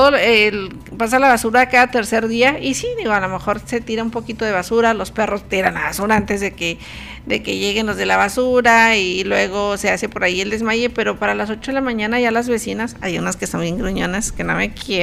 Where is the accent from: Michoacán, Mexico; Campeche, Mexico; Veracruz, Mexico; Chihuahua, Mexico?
Chihuahua, Mexico; no lo conocemos tanto como mexicanos o como de aquí de Chihuahua